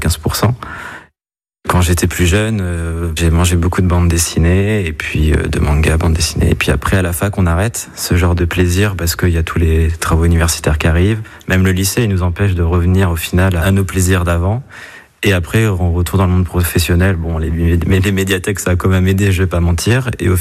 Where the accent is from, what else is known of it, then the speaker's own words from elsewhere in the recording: Rennes, Brittany, France; je suis de Rennes et mon petit plaisir, c'est quand je rentre du travail le soir avant de se coucher, de lire.